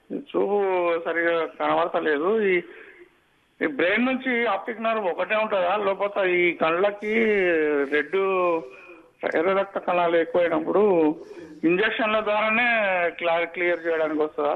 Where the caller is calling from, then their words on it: Ranga Reddy district, Telangana, India; నేను రంగారెడ్డి జిల్లా నుంచి మాట్లాడుతున్నాను.